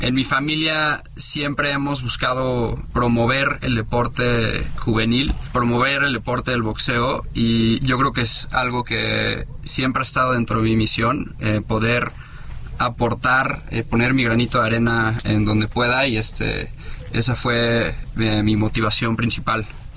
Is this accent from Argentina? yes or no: no; Mexico